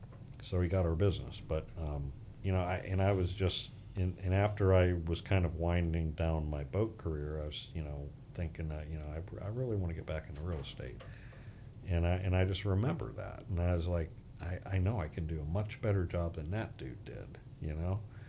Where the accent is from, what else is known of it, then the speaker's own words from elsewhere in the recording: Orlando, Florida, United States; moved away as an adult; now in Gulf Harbors, Florida, United States; I was raised in the Central Florida area.